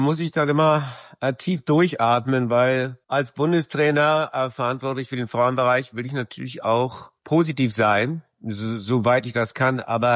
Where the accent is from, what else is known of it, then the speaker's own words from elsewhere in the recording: Berlin, Germany; moved away as an adult; Zuerst bin ich aufgewachsen in Lichtenrade